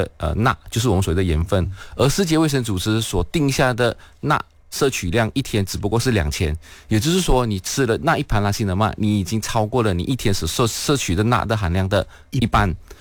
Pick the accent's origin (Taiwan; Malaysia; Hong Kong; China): Malaysia; 我们东南亚人或者是马来西亚人有美食很多，